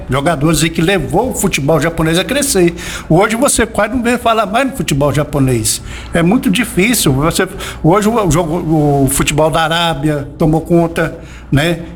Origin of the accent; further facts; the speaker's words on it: Brazil; Sou brasileiro, vou torcer para o Brasil